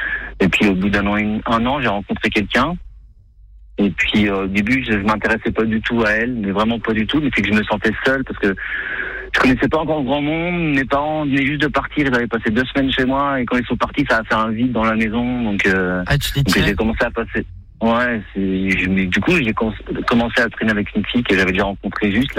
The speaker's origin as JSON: {"language": "French", "country": "France", "said": "Moi, je suis français et je suis venu faire un visa voyage vacances ici, un travail vacances."}